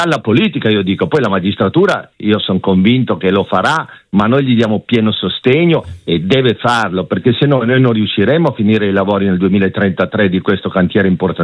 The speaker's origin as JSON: {"language": "Italian", "region": "Piedmont", "country": "Italy", "said": "io poi sono piemontese"}